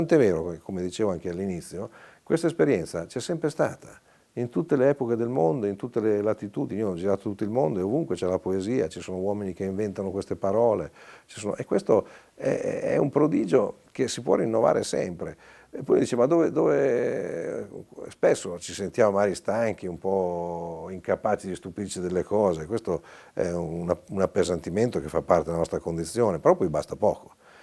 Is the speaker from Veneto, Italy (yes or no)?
no; Forlì, Emilia-Romagna, Italy; born or raised there